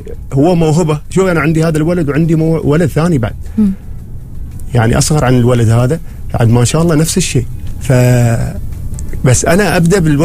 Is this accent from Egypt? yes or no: no; Oman; عندنا في عمان المهاجمين يعني ما شاء الله يعني.